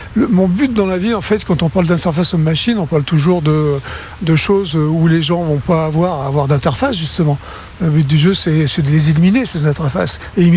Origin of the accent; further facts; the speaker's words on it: France; accent: French; French is a second language; now in Stanford, United States; Donc, j'ai gardé un accent très français aujourd'hui, mais bon, ça va mieux. Et donc, j'ai appris à parler anglais. Et puis, surtout, à Stanford, ici